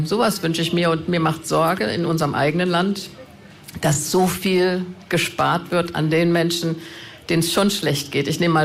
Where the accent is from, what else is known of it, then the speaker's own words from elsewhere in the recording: Germany; ich bin Deutsche.